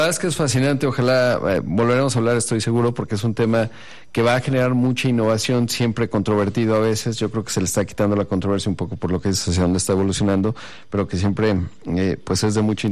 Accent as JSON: {"language": "Spanish", "country": "Mexico", "said": "yo como inversionista mexicano"}